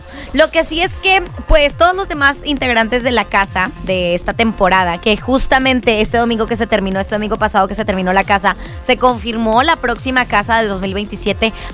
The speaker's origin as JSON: {"language": "Spanish", "town": "Monterrey", "region": "Nuevo León", "country": "Mexico", "said": "vamos a reclamar como regios"}